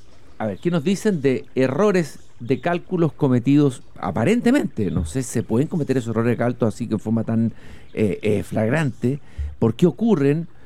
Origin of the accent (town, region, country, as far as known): Chile